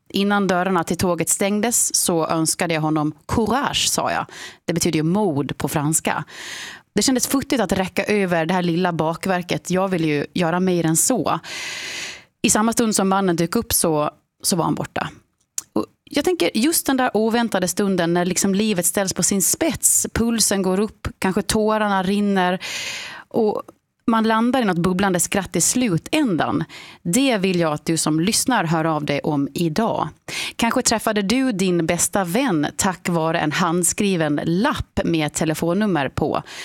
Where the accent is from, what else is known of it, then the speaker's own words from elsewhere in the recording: Sweden; när kvinnan då i butiken förstod att vi var från Sverige, då sken hon upp, förstår ni.